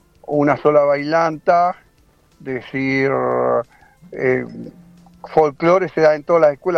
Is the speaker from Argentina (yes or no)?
yes; San Juan, Argentina; born there; moved away as an adult; now in Ushuaia, Argentina; Acá yo llevo 40 años, yo soy nacido en San Juan y me vine por una situación económica